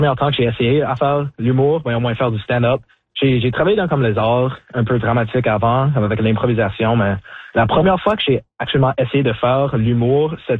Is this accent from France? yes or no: no; Sault Ste. Marie, Ontario, Canada; je viens de Sault Ste Marie, donc j'étais toujours dans ma tête que c'est comme, ah, c'est mon français, c'est pas aussi bon que le français des autres.